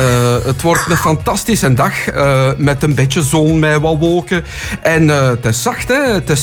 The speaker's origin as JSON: {"language": "Dutch", "area": "Pajottenland", "region": "Flanders", "country": "Belgium", "tie": "born or raised there", "said": "ik ben opgegroeid in het Brusselse, in het Pajottenland."}